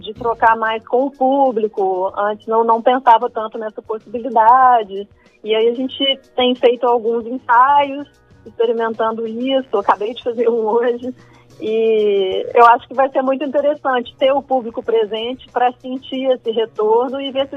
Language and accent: Portuguese; Minas Gerais, Brazil; now in Rio de Janeiro, Brazil; eu sou mineira também, ela é minha conterrânea